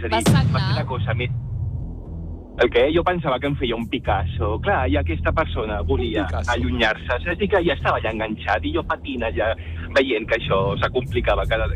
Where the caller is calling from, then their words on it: Tarragona, Catalonia, Spain; de Tarragona.